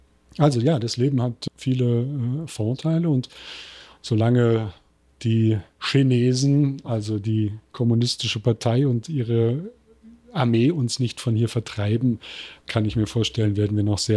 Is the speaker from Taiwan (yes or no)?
yes; Taiwan; accent: Taiwanese; German is a second language; Ich kann es noch. Ich glaube, ich habe auch noch keinen taiwanischen Akzent, wenn ich Deutsch spreche. Aber in der Tat, es ist für mich die Sprache, in der ich meine Bücher schreibe